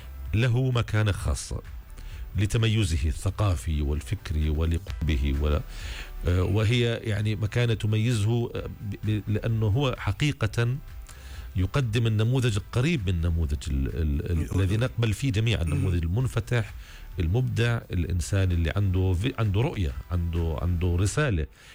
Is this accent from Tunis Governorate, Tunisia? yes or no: no; Sousse, Sousse Governorate, Tunisia; يعني إحنا من سوسة على سبيل المثال